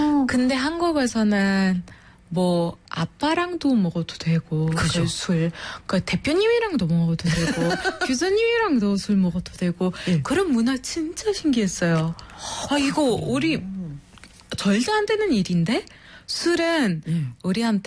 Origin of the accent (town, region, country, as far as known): Egypt; first language Arabic; Korean is a second language; now in South Korea